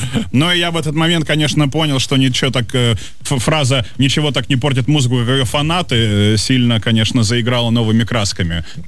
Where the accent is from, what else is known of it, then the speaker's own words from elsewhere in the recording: Saint Petersburg, Russia; Я же из Питера